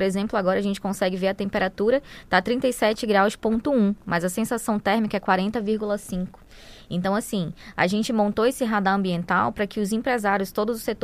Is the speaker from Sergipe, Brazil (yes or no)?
no; Amazonas, Brazil; now in Roraima, Brazil; eu também sou do Amazonas, mas o Lavrado, ele me conquistou.